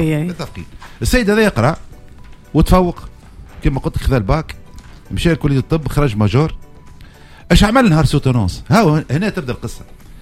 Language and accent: Arabic; Gafsa, Gafsa Governorate, Tunisia; طلعنا بيناتنا في قفصه في حومه المولع، حومتنا 100 متر ما نعرفش بعمره